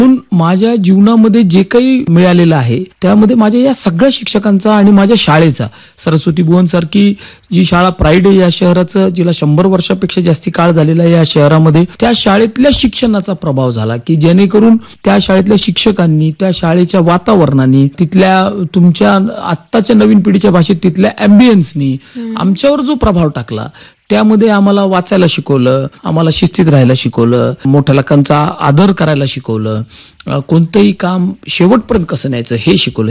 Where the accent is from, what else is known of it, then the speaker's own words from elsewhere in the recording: Chhatrapati Sambhajinagar, Maharashtra, India; माझं सगळं बालपण या छत्रपती संभाजीनगर मध्ये गेलं आणि जवळपास जुन्या गावामध्ये, ज्याला तुम्ही गुलमंडी, राजा बाजार, समर्थनगर अशा ठिकाणी माझं बालपण गेलं.